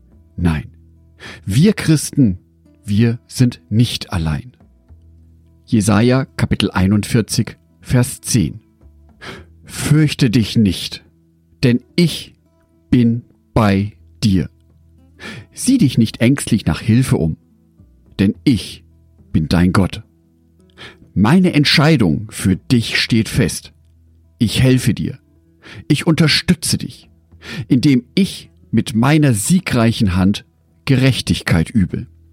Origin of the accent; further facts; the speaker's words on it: Düsseldorf, North Rhine-Westphalia, Germany; born there; Aus meiner Geburtsstadt Düsseldorf kommt die Punkband